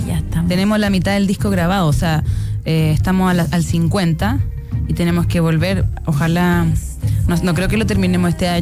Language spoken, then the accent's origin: Spanish; Chile; accent: Chilean; nosotros nos dicen, ustedes hablan como los chilenos